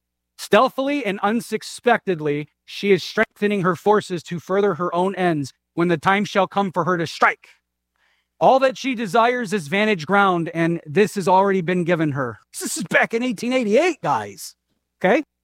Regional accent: United States; I'm American. Amen? I love this country.

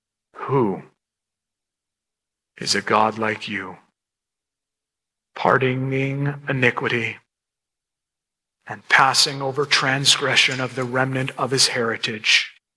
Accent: Chicago, Illinois, United States; moved away; I grew up in Chicago.

